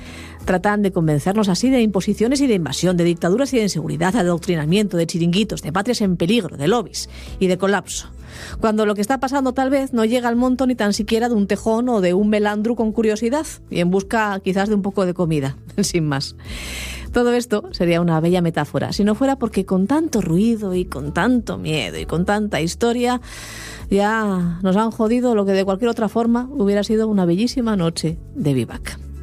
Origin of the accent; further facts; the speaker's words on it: Asturias, Spain; accent: Asturian; un melandru que es como en asturiano llamamos al tejón